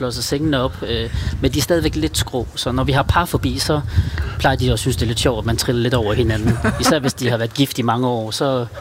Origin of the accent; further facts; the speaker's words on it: Ribe, Region of Southern Denmark, Denmark; vi er sådan lidt ydmyge nede i Ribe.